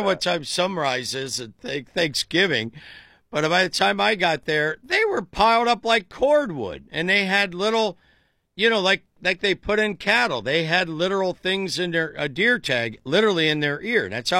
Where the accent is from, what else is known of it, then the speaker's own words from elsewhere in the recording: Tuscarawas County, Ohio, United States; moved away; I grew up in Deer County, USA, Tuscarawas